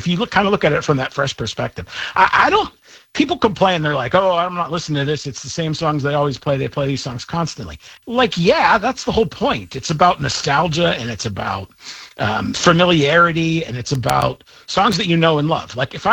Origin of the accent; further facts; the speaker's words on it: Greensburg, Pennsylvania, United States; Like, I grew up in Greensburg.